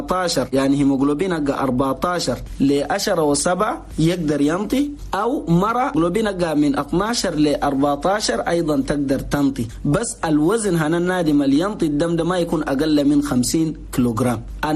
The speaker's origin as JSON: {"language": "Arabic", "country": "Chad", "said": "نقول لأخواننا المواطنين جميعا في بلد بلدنا تشاد صحيح أنين قاعدين نواجه مشكلة."}